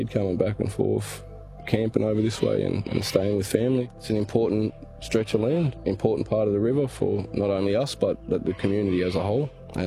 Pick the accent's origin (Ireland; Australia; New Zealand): Australia; New South Wales; Wiradjuri man.